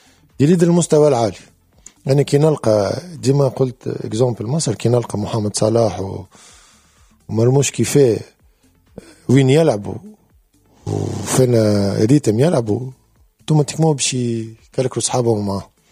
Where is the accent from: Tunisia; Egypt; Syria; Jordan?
Tunisia; احنا في تونس